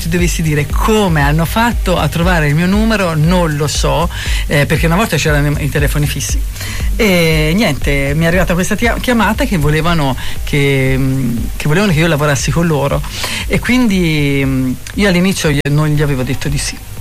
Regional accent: Tuscany, Italy; non dico la parolaccia, ma sono toscana, potrei anche dirla

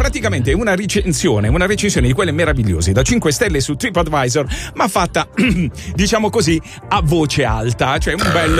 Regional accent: Apulia, Italy; dalle nostre parti, in Italia, in Puglia

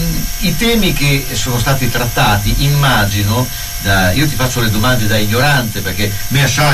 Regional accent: Emilia-Romagna, Italy; accent: Bolognese dialect

